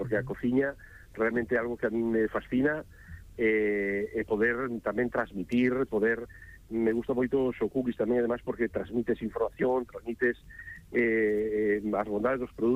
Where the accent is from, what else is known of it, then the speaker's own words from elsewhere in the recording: Cambados, Galicia, Spain; eu son de Cambados, ainda que non solo decir porque non me gusta presumir, pero son de Cambados